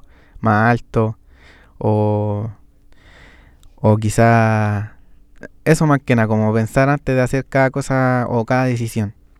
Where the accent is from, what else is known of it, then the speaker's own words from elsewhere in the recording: Chile; si somos todos chilenos